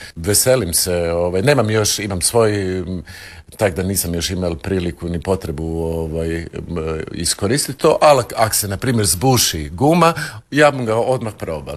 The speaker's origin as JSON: {"language": "Croatian", "town": "Zagreb", "region": "City of Zagreb", "country": "Croatia", "tie": "born or raised there", "said": "Odrastao sam u Prečkom."}